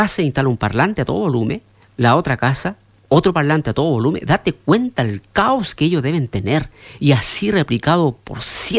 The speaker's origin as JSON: {"language": "Spanish", "country": "Chile", "said": "para nosotros los chilenos"}